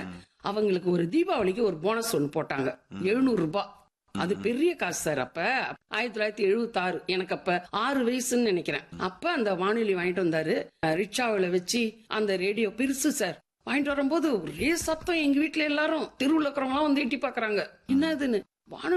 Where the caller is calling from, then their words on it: Puducherry, India; நான் வந்து புதுச்சேரி மாநிலத்தை சேர்ந்தவங்க சார்.